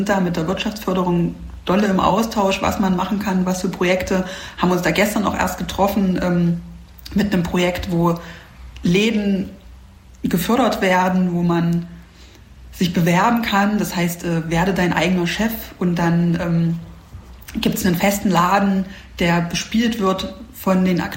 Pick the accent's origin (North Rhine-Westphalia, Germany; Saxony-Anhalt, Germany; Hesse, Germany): Saxony-Anhalt, Germany; Halle; Ich komme leider aus dem Süden von Halle.